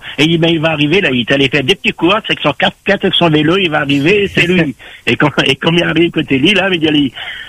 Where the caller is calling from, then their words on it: Saint-Gonnery, Brittany, France; Là, je suis en Bretagne, j'habite à Saint-Gonnery, j'ai ma maison là-bas.